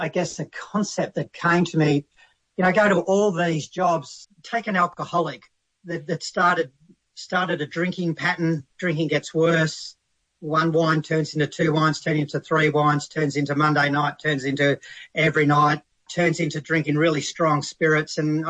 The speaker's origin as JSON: {"language": "English", "country": "Australia"}